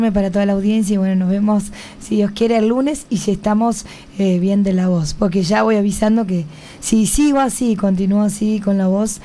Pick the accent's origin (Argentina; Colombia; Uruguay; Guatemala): Uruguay; Compatriota uruguayo, me encanta.